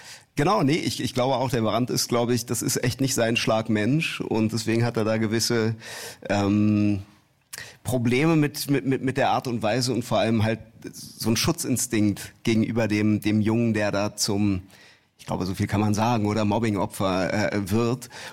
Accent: Berlin, Germany; moved away as an adult; now in Hamburg, Germany; Ich bin gebürtig aus Berlin. Mhm. Ich lebe aber seit 4 Jahren in Hamburg.

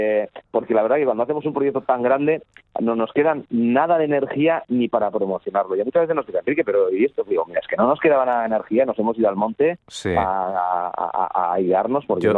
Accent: Basque Country, Spain; somos muchos intérpretes del País Vasco que vivimos y hemos vivido, sobre todo hay jóvenes que hemos vivido y viven fuera del País Vasco

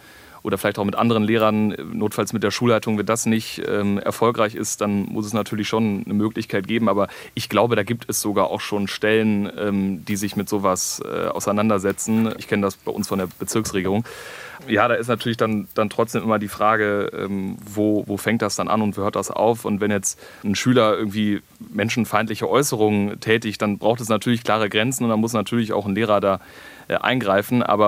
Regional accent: West Germany, Germany; ich komme aus Westdeutschland

